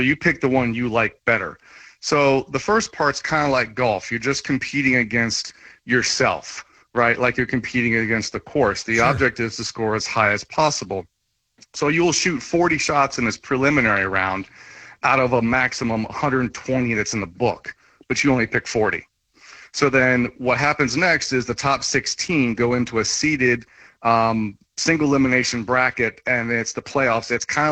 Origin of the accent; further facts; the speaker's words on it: Wilmington, United States; I grew up in Wilmington, and the house we grew up in had a pool table.